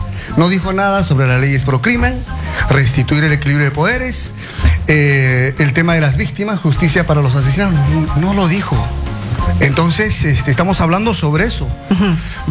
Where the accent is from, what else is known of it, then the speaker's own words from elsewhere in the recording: Cusco, Peru; yo vengo de la región del Cusco.